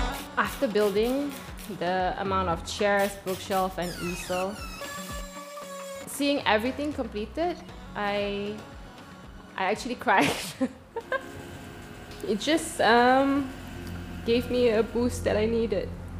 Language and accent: English; Kuala Lumpur, Malaysia